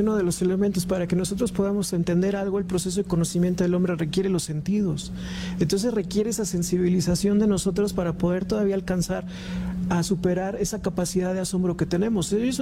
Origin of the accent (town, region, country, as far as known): Mexico